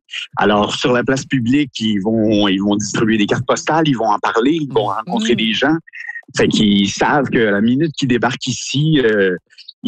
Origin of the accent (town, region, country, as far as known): Quebec, Canada